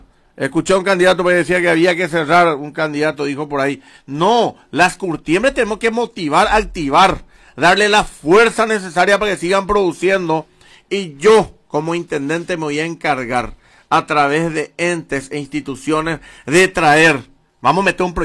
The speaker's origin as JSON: {"language": "Spanish", "town": "Carapeguá", "region": "Paraguarí", "country": "Paraguay"}